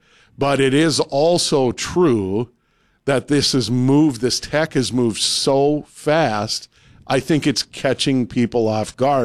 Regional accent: Ellendale, North Dakota, United States; They have a facility in my hometown of Ellendale, North Dakota

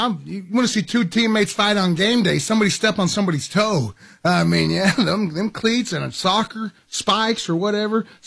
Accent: Guthrie, United States; When I was a kid growing up in Guthrie, now it's, I mean, again, it is what it's called now, Felony Flats.

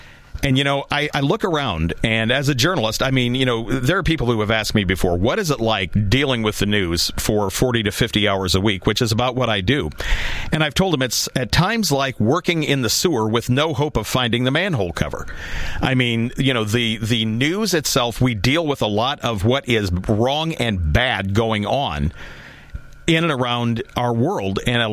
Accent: United States; as a Gen Xer and as an American

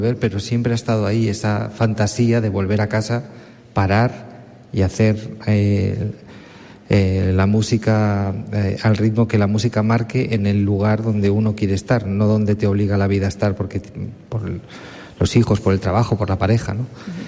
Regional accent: Cantabria, Spain

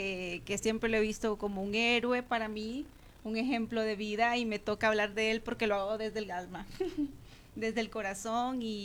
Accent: Tegucigalpa, Francisco Morazán, Honduras; Soy de Tegucigalpa, nací en Tegucigalpa y crecí en Tegucigalpa, capitalina 100%, pero amo el campo

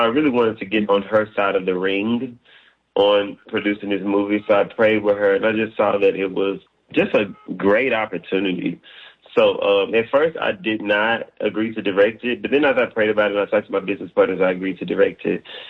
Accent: Mississippi, United States; No, I'm originally from Mississippi, so definitely a Southern boy.

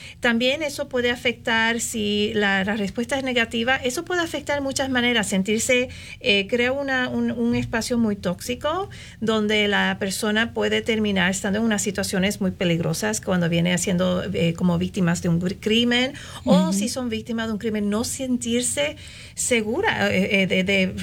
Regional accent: Puerto Rico; moved away as an adult; Yo soy de Puerto Rico. Y cuando yo me estaba criando en Puerto Rico

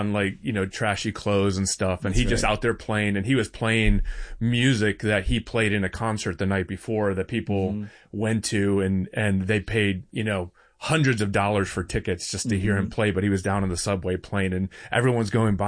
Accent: New York, United States; But he, and honestly, as a New Yorker, I'm sure people just passed on

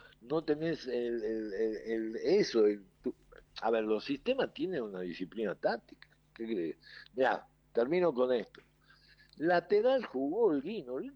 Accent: Argentina; Yo soy argentina, ¿no?

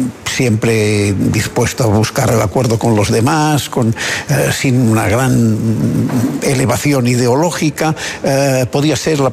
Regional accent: Catalonia, Spain; yo soy ciudadano de España, pero catalán

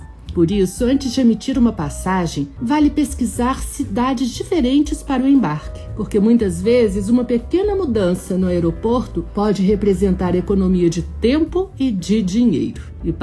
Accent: Brazil

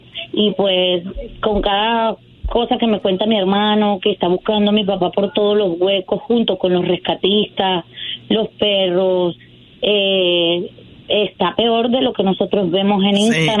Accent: Venezuela; moved away; Tenía 11 años que no lo veo. 11 años que salí de Venezuela, me vine a estudiar acá, estudié inglés, luego estudié en la Universidad Multicultural Studies

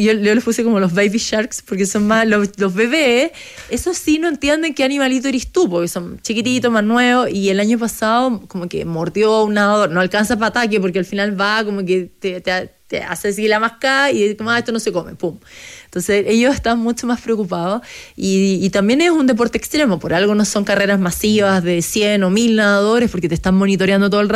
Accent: Chile; para mí como chilena

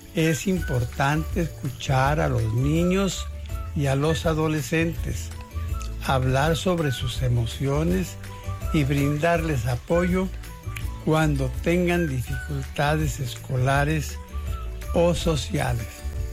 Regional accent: Guadalajara, Jalisco, Mexico; Guadalajara, mi ciudad natal, ya tenía 1,000,000 de habitantes.

